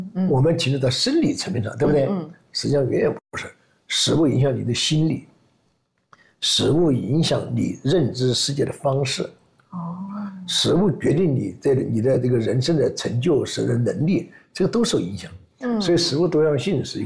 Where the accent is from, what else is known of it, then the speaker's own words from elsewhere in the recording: China; 我们中国人有意识吃点西方的产品